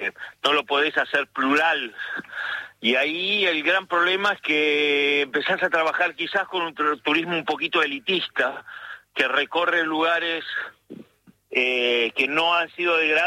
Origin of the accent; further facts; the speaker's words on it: Bariloche, Río Negro, Argentina; moved away as an adult; also born or lived in Paraguay / Misiones; yo crecí criado en Bariloche. Uh-huh. Tengo 67 años y a los 30 y pico me fui a Paraguay, prometiéndole a los patagónicos, a mis amigos, y que iba a volver. Y entonces de Paraguay me fui a Misiones